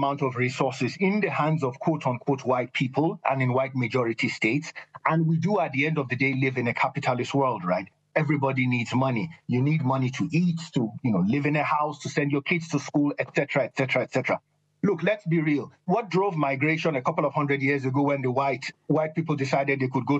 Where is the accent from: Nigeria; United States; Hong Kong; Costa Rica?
Nigeria; When I was growing up in Nigeria, so my dad was Nigerian, my mom was Polish, so I grew up in 1990s Nigeria.